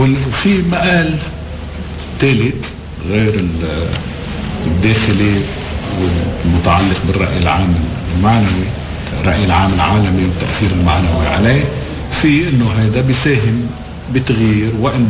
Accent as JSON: {"language": "Arabic", "country": "Lebanon", "said": "المهم لألنا نحن كلبنانيين لأنه يبقي ذاكرتنا حية"}